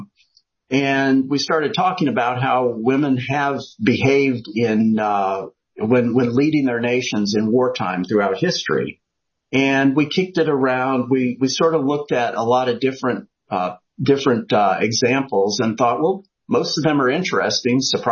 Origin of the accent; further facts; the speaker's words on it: New Jersey, United States; also born or lived in Philippines / Ohio / Alabama; Growing up, I'm kind of a mutt. My father was in the Air Force, and so we grew up near air bases, mostly New Jersey, the Philippines, Ohio, and Alabama.